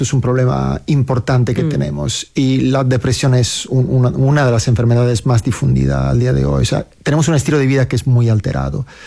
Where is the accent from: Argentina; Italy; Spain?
Italy; Sardinia; Spanish is a second language; Sardeña, la isla de Sardeña.